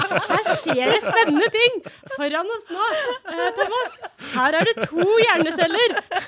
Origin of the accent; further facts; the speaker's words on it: Aurskog, Akershus, Norway; I Aurskog, så er det der jeg kommer fra